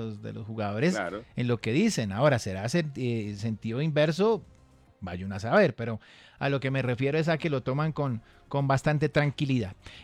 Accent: Colombia; Lo que pasa es que aquí somos colombianos.

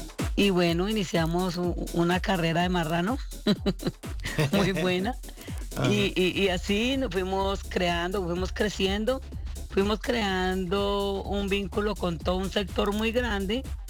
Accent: Chaparral, Tolima, Colombia; dibujo como si era un festival de un pueblo, como yo soy de Chaparral, allá se hacen las ferias.

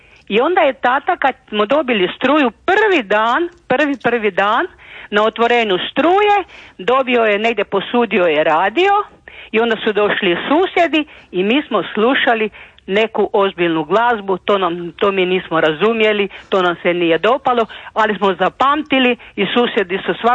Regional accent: Zagreb County, Croatia; now in Velika Gorica, Croatia; Ja sam inače iz Vukomeričkih Gorica, tamo nismo imali struje do tada, pa nismo imali ni radija.

